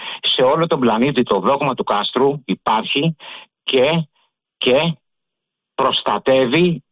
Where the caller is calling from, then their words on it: Vyronas, Attica, Greece; από Βύρωνα.